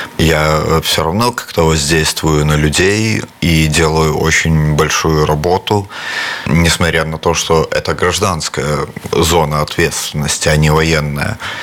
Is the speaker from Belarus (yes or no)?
yes; Belarus; как белорусы.